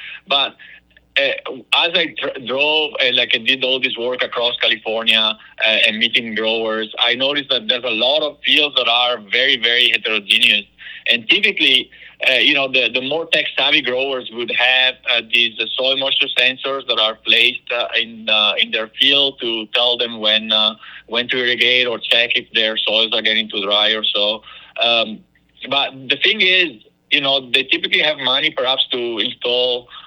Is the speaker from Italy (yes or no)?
yes; Northeast Italy, Italy; moved away; I'm originally from Italy. I grew up in a family farm in northeast Italy